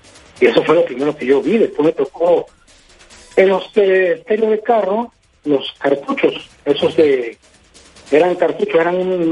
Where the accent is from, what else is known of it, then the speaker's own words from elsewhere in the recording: Lerdo de Tejada, Veracruz, Mexico; moved away as an adult; now in Ciudad Juárez, Mexico; Yo soy el Lerdo de Tejada, nada más que ya tengo 37 años viviendo acá.